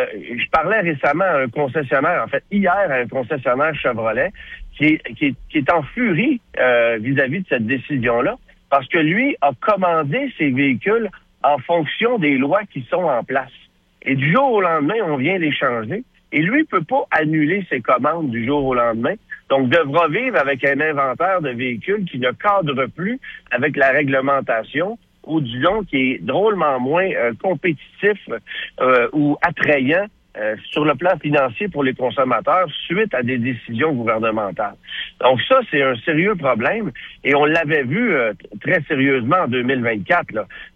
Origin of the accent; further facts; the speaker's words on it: Canada; c'est une nouvelle mode chez nous au Canada, aux États-Unis